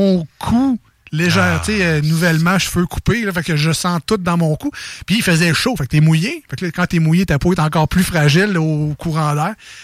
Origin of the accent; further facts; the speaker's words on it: Quebec City, Quebec, Canada; je viens pas de Drummondville, je viens pas de Victo, je suis Québec.